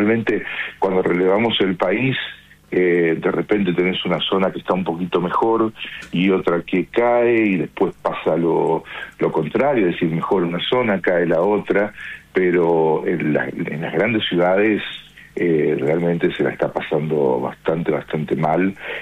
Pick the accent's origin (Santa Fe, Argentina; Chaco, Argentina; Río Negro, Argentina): Santa Fe, Argentina; Rosario; born there; Yo he nacido en la ciudad de Rosario, vivo en la ciudad de Rosario.